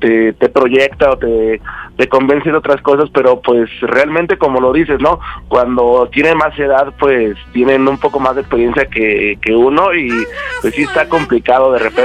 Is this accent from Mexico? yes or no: yes; Mexico City, Mexico; De aquí de la Ciudad de México y pues tengo 30 años.